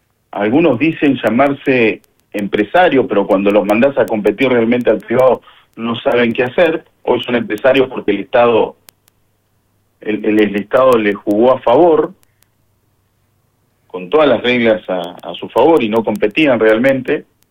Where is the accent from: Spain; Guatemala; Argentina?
Argentina; con el difícil momento que nos toca atravesar como argentinos